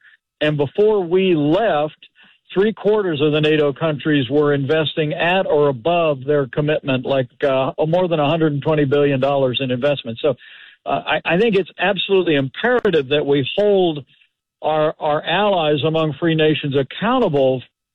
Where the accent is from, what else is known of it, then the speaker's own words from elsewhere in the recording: Indiana, United States; back in my home state of Indiana in state legislative races.